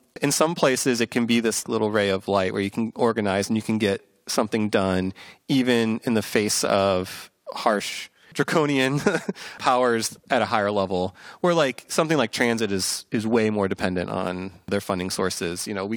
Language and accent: English; St. Louis, Missouri, United States; now in Seattle, United States; I'm originally from Missouri, from St. Louis, Missouri.